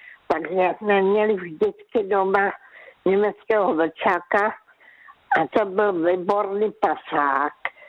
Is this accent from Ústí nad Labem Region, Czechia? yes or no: no; Karolinka, Zlín Region, Czechia; born there; now in South Moravia, Czechia; Takže já jsem se narodila v Karolince, to byla vesnice, dneska je to městí.